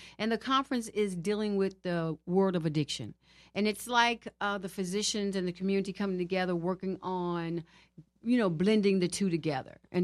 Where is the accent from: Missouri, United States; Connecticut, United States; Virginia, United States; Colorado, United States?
Missouri, United States; St. Louis; moved away as an adult; now in Houston, United States; I'm from Houston. Originally from St. Louis, of course, but mm-hmm. I've been in Houston now, goodness, I am 56, probably about, about, 25, 30 years?